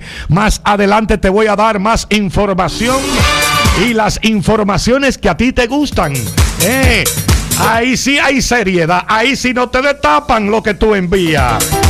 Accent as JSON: {"language": "Spanish", "town": "Nagua", "region": "María Trinidad Sánchez", "country": "Dominican Republic", "tie": "born or raised there", "said": "Así fue que me criaron a mí en Nagua. En Nagua me criaron así, y comiendo mucho coco y mucho salitre."}